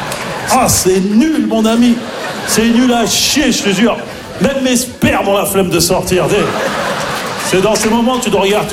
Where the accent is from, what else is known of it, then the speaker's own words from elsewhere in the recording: Maisons-Alfort, Île-de-France, France; Non, c'est pas facile parce que j'ai grandi à Maisons-Alfort en plus, tu vois, dans le 9-4, tu vois, j'ai grandi.